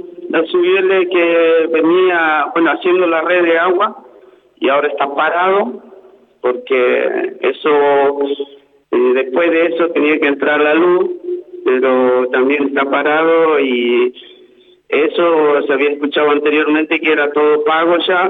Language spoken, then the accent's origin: Spanish; Buenos Aires, Argentina; en los principios cuando yo empecé, bueno, me vine de Buenos Aires, empecé a vivir ahí